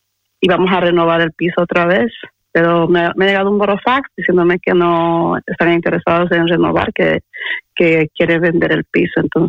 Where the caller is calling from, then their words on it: Valencia, Valencian Community, Spain; Soy desde Valencia.